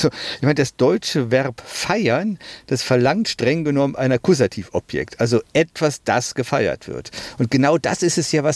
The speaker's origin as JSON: {"language": "German", "town": "Düsseldorf", "region": "North Rhine-Westphalia", "country": "Germany", "tie": "born or raised there", "said": "persönlich so Kindheitserinnerungen geweckt hat an das jährliche Schützenfest in Düsseldorf-Benrath, wo ich groß geworden bin."}